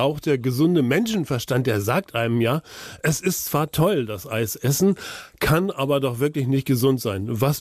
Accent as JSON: {"language": "German", "region": "Lower Saxony", "country": "Germany", "tie": "born or raised there", "said": "Ich bin in der Nähe geboren und aufgewachsen."}